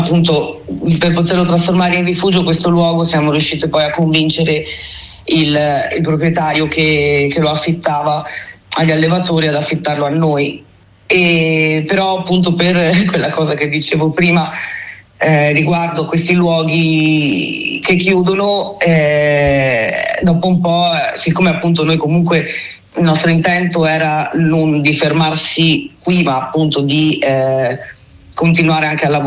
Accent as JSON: {"language": "Italian", "region": "Veneto", "country": "Italy", "moved": "yes", "said": "vengo dal Veneto, ho conosciuto il mio compagno che abitava qui vicino"}